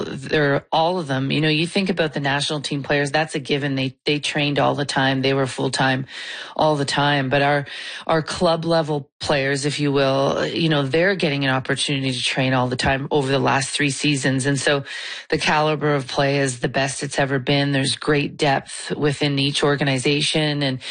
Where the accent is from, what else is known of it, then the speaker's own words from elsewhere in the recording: Canada; I am Canadian, so it's kind of nice that we're potentially, well, we are going to have a Canadian team that's going to win it